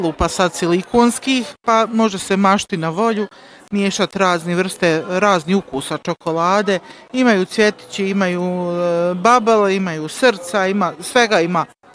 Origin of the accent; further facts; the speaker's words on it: Tuzla, Federation of Bosnia and Herzegovina, Bosnia & Herzegovina; iz Tuzle sam.